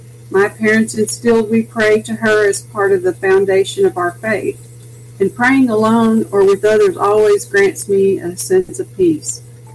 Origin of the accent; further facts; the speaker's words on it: Temple, Texas, United States; from Temple